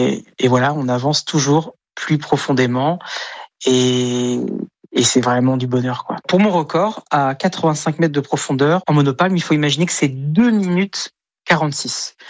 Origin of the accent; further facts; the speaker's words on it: Saint-Malo, Brittany, France; En tant que Breton, en tant que Malouin, en tant que nageur, c'est une relation d'amour.